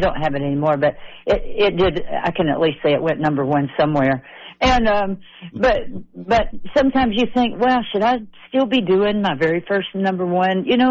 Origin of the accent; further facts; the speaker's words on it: Nashville, Tennessee, United States; I feel like if I learned something from my father and all the people that I grew up around in Nashville, Tennessee, was you got to have a great song.